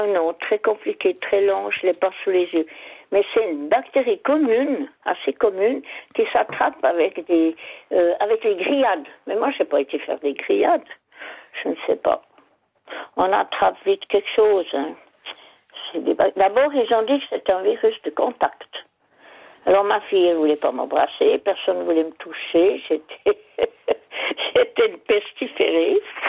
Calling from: Vaud, Switzerland

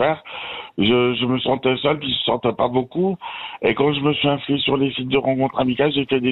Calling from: Geneva, Switzerland; Je suis genevois, oui, bien sûr.

